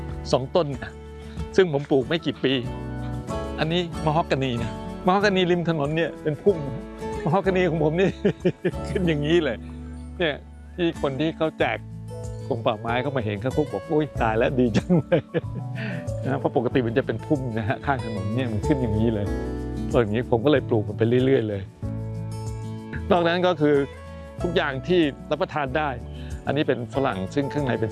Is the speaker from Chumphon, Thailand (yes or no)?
yes; Chumphon, Thailand; born there; ผมเกิดที่สวนจังหวัดชุมพรนี่แหละครับก็คือชาวสวน